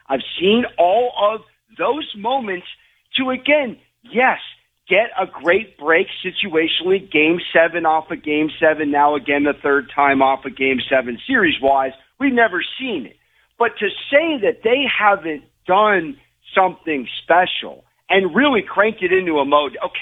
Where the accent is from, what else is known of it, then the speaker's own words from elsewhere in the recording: San Diego, California, United States; Listen, man, I'm from San Diego. It's a lot of nice weather I've lived.